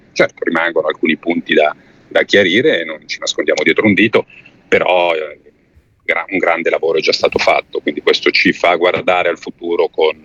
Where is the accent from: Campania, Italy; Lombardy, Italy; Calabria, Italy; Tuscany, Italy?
Lombardy, Italy; Varese; Io da lombardo sono molto interessato che il prossimo turno delle amministrative non si vota solo a Milano, si vota a Lodi, a Como, sì, Monza, sì, Varese, certo, che è la mia città